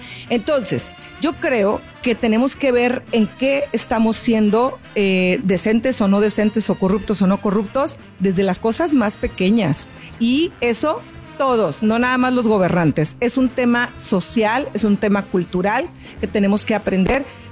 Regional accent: Mexico; finalmente somos mexicanas y tenemos que hablar de esto

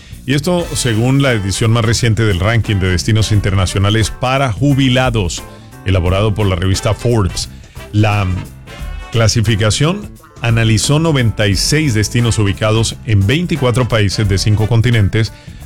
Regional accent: Colombia; como colombiano, que mi país es maravilloso para jubilarse

